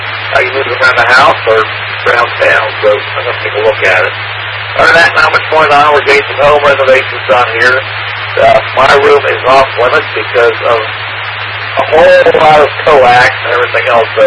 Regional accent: Montreal, Quebec, Canada; now in Mobridge, South Dakota, United States; I'm from Montreal originally.

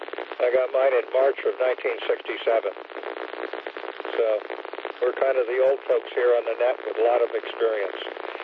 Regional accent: Ohio, United States; We grew up in Ohio. It was white Anglo-Saxon Protestant, and the town was that way, too.

